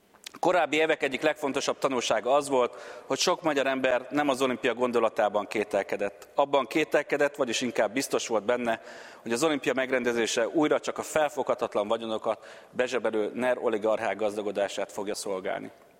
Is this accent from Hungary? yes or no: yes; Hungary; Ezekben a pillanatokban egyszerűen magyarok vagyunk.